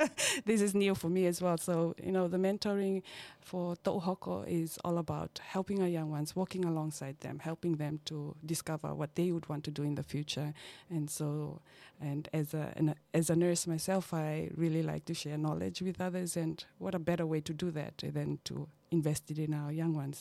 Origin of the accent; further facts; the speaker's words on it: Tonga; also born or lived in Fiji; I remember growing up in Tonga, and up until I was 7 years old, I moved to Fiji, and there were still a lot of mentors there, and then I moved back to Tonga